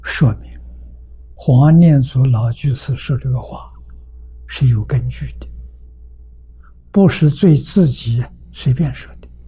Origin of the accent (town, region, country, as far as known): China